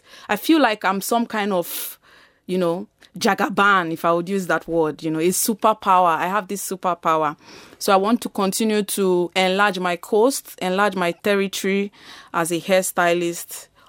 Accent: Nigeria; now in Vienna, Austria; Because, you know, I'm African, I'm Nigerian, and I'm living here in Vienna.

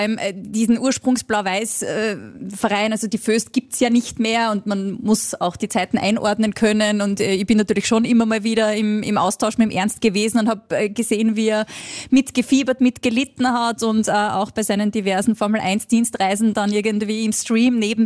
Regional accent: Linz, Upper Austria, Austria; Das kann ich als Linzerin im blau-weißen Umfeld großgezogen.

